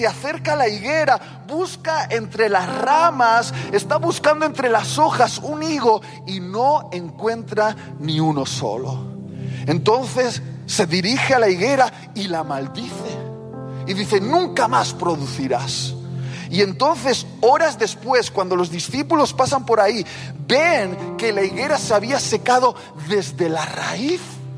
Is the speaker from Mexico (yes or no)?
no; Spain; Y todos los que hemos crecido en el Mediterráneo, yo soy del Mediterráneo, de España, sabemos que la higuera es un árbol muy común.